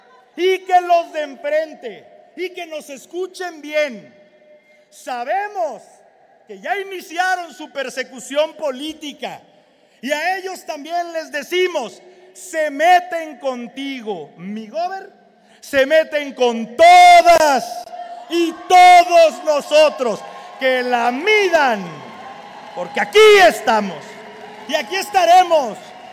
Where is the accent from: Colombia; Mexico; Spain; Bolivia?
Mexico; cada uno de los que somos mexicanos libres